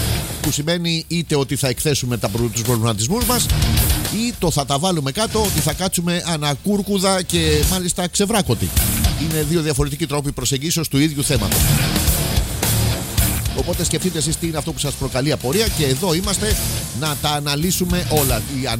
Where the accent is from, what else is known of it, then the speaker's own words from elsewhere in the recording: Kypseli, Greece; Άγιο είχαμε και μεγαλώσαμε στην Κυψέλη να πούμε που είχαμε τα χωράφια του καθένας. Είχαμε τα πρόβατά μας